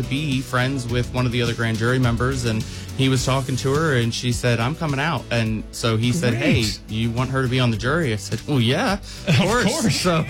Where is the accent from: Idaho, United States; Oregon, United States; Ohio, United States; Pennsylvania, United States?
Pennsylvania, United States; Williamsport; born or raised there; moved away as an adult